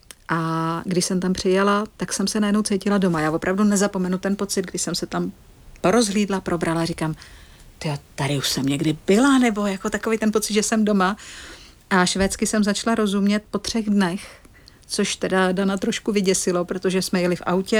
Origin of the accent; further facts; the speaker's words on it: Klatovy, Plzeň Region, Czechia; Anglicky, německy jsem měla němčinu naposlouchanou, protože jsem vyrostla v Klatovech.